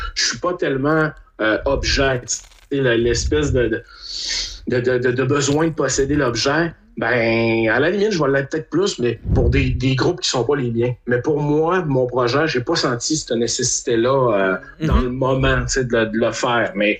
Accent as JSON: {"language": "French", "region": "Quebec", "country": "Canada", "first_language": "French", "said": "ça ne doit pas être tout le monde qui va voir que je viens du Québec"}